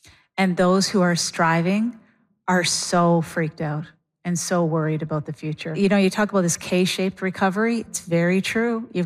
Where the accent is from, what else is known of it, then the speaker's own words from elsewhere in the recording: Canada; are we as Canadian.